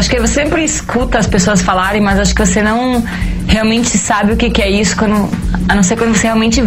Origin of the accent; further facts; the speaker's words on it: Brazil; Eu sou brasileira, ele é americano, então cada um tem um sotaque, imagina.